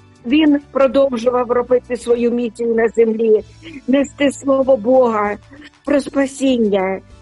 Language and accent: Ukrainian; Sumy Oblast, Ukraine; now in Denmark; з Данії. Користуючись нагодою, я передаю привіт на мою рідну Сумщину, моїй рідній церкві Різдва.